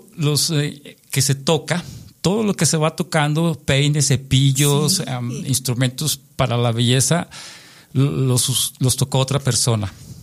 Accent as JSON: {"language": "Spanish", "country": "Mexico", "said": "los mexicanos somos un poquito dados a aguantar."}